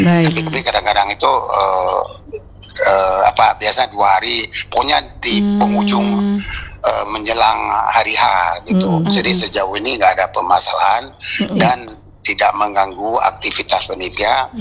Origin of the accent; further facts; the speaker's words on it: Aceh, Indonesia; masyarakat kita Aceh Barat ini umumnya yang apa umat Islam